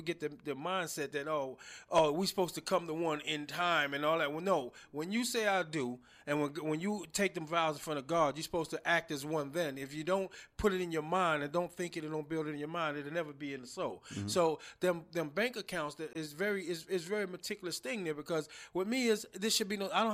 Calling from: New York, United States; So I'm from New York

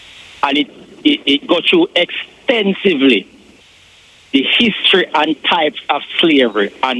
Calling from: Jamaica; we call ourselves Jamaican, although we're blue-black.

